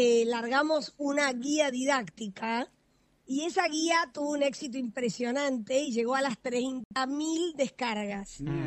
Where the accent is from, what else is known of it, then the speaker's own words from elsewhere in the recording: Argentina; tampoco quiero ser china, estoy feliz de que somos argentinos.